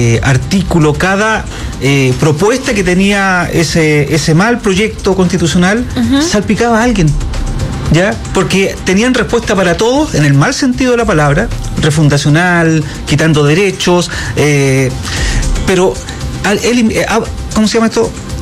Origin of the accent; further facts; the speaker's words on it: San Miguel, Santiago Metropolitan Region, Chile; born there; Yo nací en San Miguel.